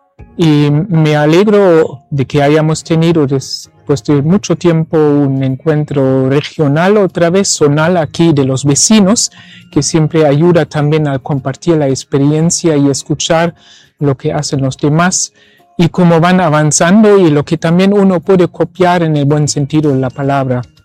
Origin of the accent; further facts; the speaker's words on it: Germany; moved away as an adult; now in San Ignacio de Velasco, Bolivia; soy misionero del Verbo Divino, oriundo de Alemania, pero ya desde el 2007 en Bolivia. Pertenezco actualmente a la parroquia de San Miguel en la diócesis de San Ignacio de Velasco.